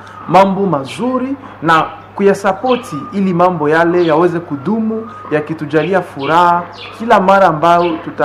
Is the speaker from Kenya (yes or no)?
no; Bukavu, South Kivu, DR Congo; natokea Arsidioseza ya Bukavu